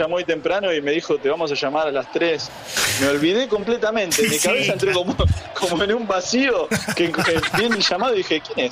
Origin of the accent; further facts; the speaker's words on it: Argentina; somos todos de Argentina, por favor, Johnny, no. Somos todos argentinos